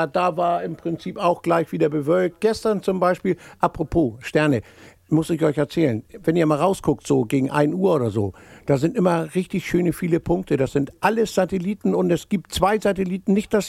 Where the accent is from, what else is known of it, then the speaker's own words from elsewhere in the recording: Hamburg, Germany; weil ich komme ja aus Hamburg, nicht?